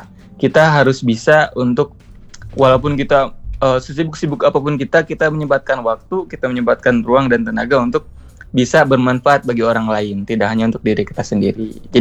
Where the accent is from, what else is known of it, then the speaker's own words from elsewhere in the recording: Kuningan, West Java, Indonesia; moved away as an adult; also born or lived in Cirebon; Aku asalnya Kuningan.